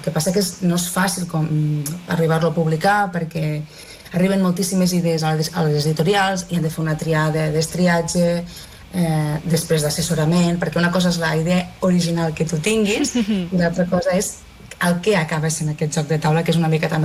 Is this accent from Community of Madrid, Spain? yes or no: no; Maials, Catalonia, Spain; born there; jo som nascuda a Maials, un poble del Segrià, que no arriba als 1.000 habitants